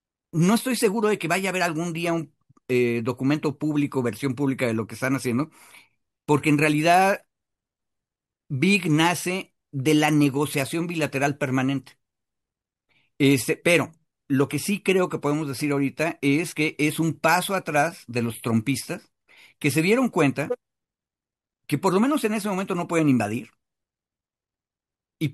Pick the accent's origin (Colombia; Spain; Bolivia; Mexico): Mexico; somos nosotros los mexicanos y mexicanas, es asumirnos como David.